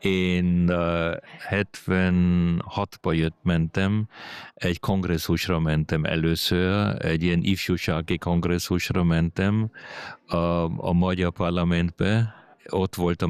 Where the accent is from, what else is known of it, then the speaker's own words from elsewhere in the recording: Vienna, Austria; also born or lived in Hungary; Mi otthon csak magyarul beszéltünk, és egy bécsi iskolákba mentem